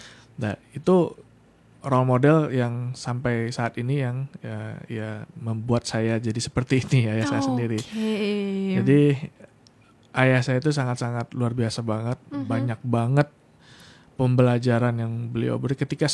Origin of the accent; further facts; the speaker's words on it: West Sumatra, Indonesia; kita sebagai anak Minang, ya kita harus punya sikap, punya karakter, dan kita bisa membaur, beradaptasi.